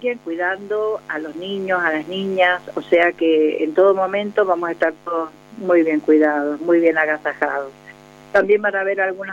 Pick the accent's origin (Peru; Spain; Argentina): Argentina; como argentinos y como todos los habitantes de este suelo argentino